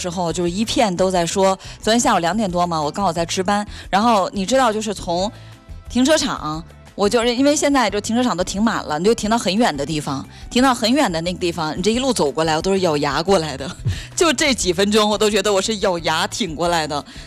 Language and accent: Chinese; Fuzhou, Fujian, China; 那我们福州人难怪都叫有福之人呢。